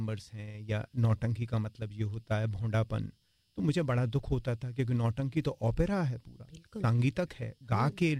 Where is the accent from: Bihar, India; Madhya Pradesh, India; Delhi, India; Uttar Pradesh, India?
Delhi, India; also born or lived in Samai; चूंकि मैं गांव में पैदा हुआ, छप्पर के नीचे दाई ने पैदा करवाया हमारे सामई गांव में, लेकिन फिर क्योंकि बाबूजी दिल्ली आए तो उनके साथ साथ मैं भी दिल्ली आया।